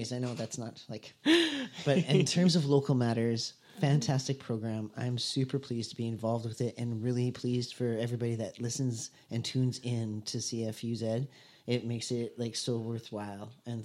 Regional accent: Alberta, Canada; I'm from Alberta, so it's not like that there.

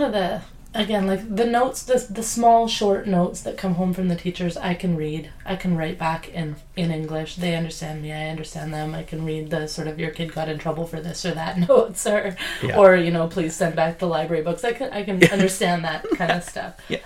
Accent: Canada; You know, through my life as a Canadian, reading things in French all my life, and now through having my kids in French school for I think 5 years now

